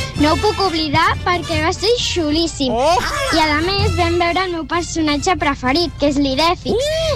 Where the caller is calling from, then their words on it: Sant Celoni, Catalonia, Spain; de Sant Celoni.